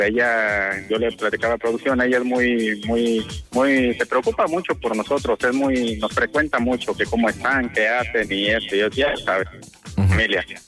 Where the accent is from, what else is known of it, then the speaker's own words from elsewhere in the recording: Guanajuato, Mexico; ¿qué pasa, hombre? Soy de Guanajuato.